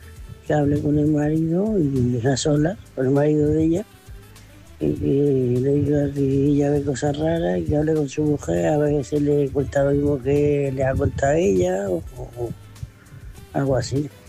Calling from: Murcia, Region of Murcia, Spain; de Murcia, corresponsal de Murcia.

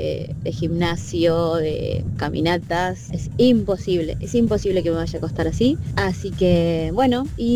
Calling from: Berazategui, Buenos Aires Province, Argentina; Les habla … de Berazategui.

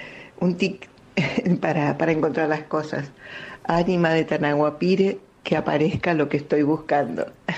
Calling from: Devoto, Buenos Aires, Argentina; de Devoto.

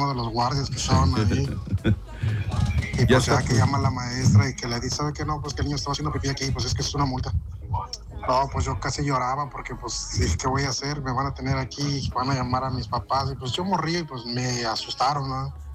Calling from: State of Mexico, Mexico; nosotros somos acá del Estado de México

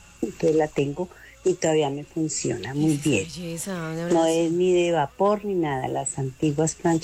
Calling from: Guayaquil, Guayas, Ecuador; desde la ciudad de Guayaquil, Ecuador.

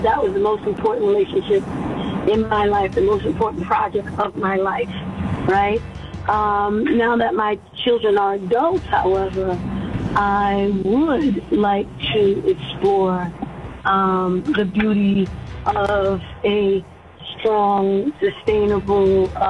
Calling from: Richmond, United States; I'm calling in from Richmond.

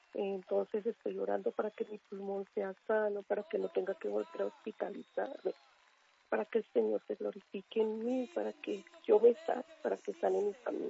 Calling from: Bogotá, Bogotá D.C., Colombia; Estoy en Bogotá.

